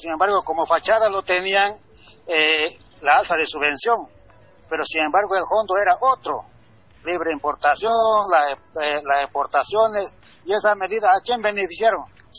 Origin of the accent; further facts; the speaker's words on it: Bolivia; now in San Julián, Bolivia; que somos bolivianos